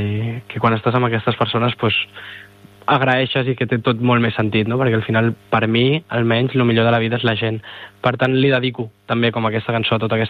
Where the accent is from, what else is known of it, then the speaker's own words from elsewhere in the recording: Badalona, Catalonia, Spain; Jo soc de Badalona i em fa molta il·lusió tocar a casa